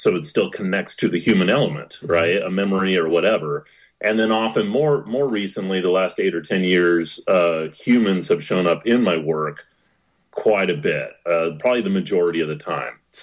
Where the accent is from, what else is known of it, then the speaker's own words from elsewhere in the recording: California, United States; growing up on the West Coast